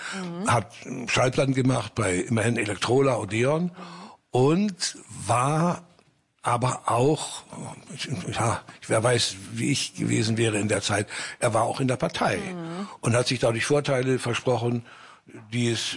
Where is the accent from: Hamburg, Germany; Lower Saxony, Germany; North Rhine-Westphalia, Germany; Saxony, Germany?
Hamburg, Germany; Ich bin ja ein Hamburger